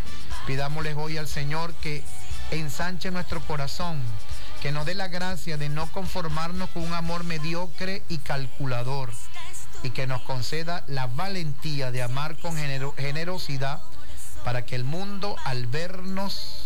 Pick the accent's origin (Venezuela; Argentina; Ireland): Venezuela; como somos los venezolanos